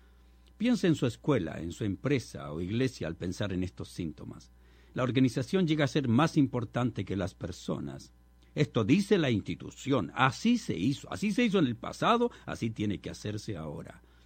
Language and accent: Spanish; Chile; moved away; en mi país, en Chile